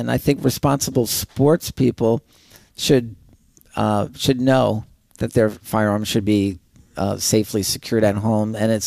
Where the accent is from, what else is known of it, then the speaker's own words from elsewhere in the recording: Wilmington, New York, United States; I was born and raised in the Adirondack Mountains.